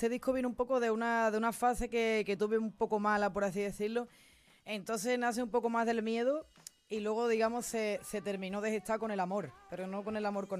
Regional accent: La Línea de la Concepción, Andalusia, Spain; born there; Yo creo que yo no soy de La Línea. He nacido allí físicamente

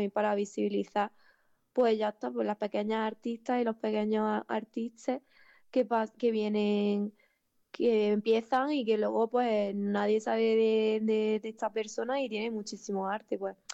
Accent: Granada, Andalusia, Spain; soy de ahí de Granada, capital de, bueno, de un pueblito de por ahí.

